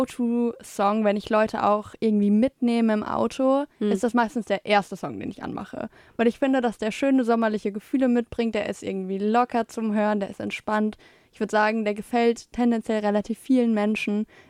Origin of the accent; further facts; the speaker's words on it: Hesse, Germany; Ich komme nicht aus Tübingen. Ich komme aus der Nähe von Darmstadt ursprünglich.